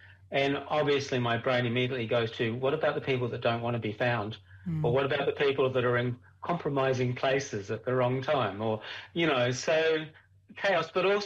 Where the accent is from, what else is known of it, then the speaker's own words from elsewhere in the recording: Adelaide, South Australia, Australia; I come from Adelaide originally, which is the driest state in the driest continent in the world.